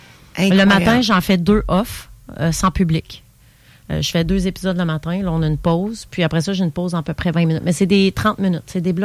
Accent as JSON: {"language": "French", "area": "Portneuf", "region": "Quebec", "country": "Canada", "said": "je suis de Portneuf."}